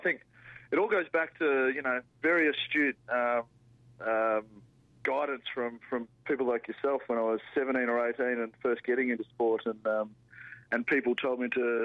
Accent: Perth, Western Australia, Australia; moved away as an adult; now in United States; But I do take much pride in being an Aussie

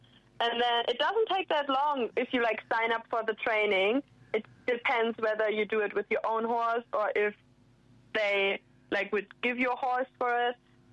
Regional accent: Lower Saxony, Germany; English is a second language; Like, I am from Lower Saxony.

